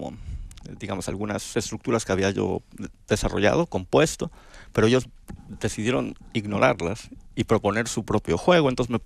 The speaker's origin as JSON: {"language": "Spanish", "region": "Mexico City", "country": "Mexico", "tie": "born there", "also_born_or_lived": "Bolivia", "moved": "as an adult", "said": "yo sí nací en Ciudad de México, y pensé que estaba desarrollando una tesis que nunca terminé."}